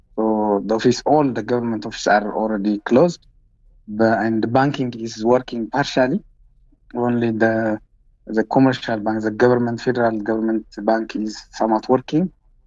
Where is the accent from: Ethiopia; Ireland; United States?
Ethiopia; Tigray; English is a second language; from Mabaleso.